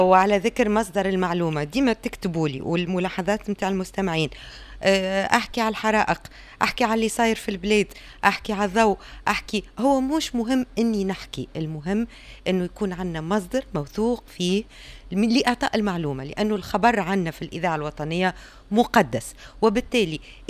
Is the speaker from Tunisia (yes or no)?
yes; Tunisia; لأني أنا كتونسية